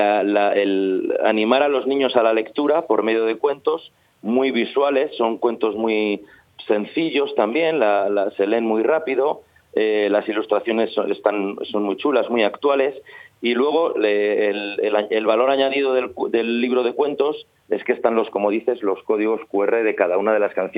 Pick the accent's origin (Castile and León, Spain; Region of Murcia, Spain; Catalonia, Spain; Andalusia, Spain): Castile and León, Spain; Valladolid